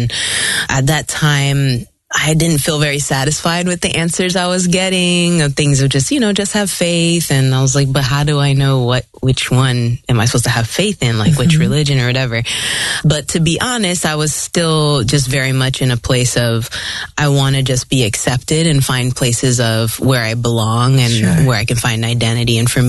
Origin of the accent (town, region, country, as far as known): Orlando, Florida, United States; born or raised there; also born or lived in Philippines